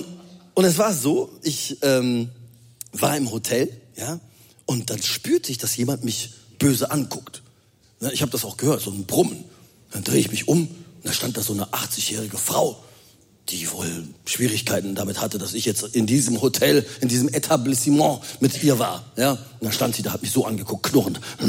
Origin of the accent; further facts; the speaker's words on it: Rhineland, Germany; Als Rheinländer.